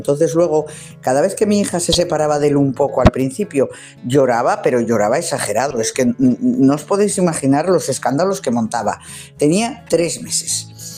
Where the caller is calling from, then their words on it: Asturias, Spain; de Asturias.